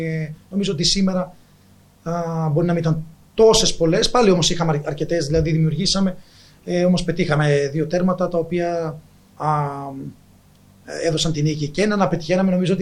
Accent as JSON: {"language": "Greek", "region": "Northern Greece", "country": "Greece", "moved": "yes", "lives_now": "Komotini, Greece", "said": "αν και εγώ είμαι από τη Βόρεια Ελλάδα"}